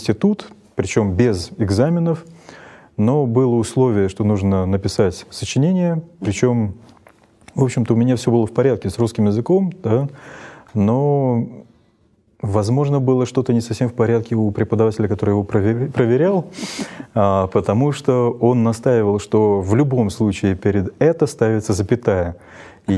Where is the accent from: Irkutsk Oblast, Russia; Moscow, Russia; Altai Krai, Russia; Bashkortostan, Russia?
Moscow, Russia; родился я в Москве, почти в самом центре, недалеко от Лужников.